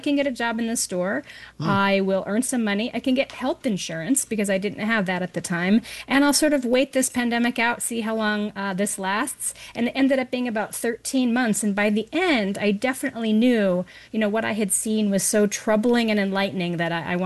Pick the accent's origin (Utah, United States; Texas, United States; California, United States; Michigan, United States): Utah, United States; moved away as an adult; also born or lived in New York City; So I moved back to my home region. I'm from the Mountain States, and I moved back to Utah.